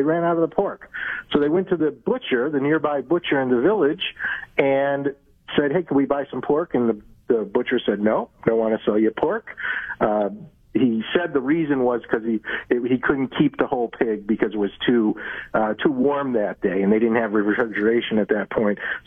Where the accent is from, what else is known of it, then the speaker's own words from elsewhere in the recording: Buffalo, New York, United States; I was born in Buffalo, New York